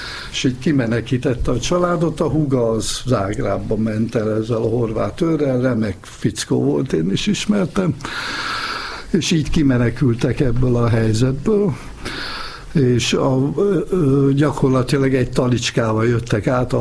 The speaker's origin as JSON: {"language": "Hungarian", "town": "Veszprém", "region": "Veszprém County", "country": "Hungary", "tie": "born there", "said": "Én Veszprémre születtem."}